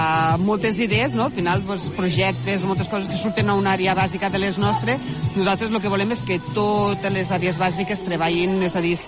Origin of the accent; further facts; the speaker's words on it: El Vendrell, Catalonia, Spain; Jo soc del Vendrell, jo soc del Vendrell.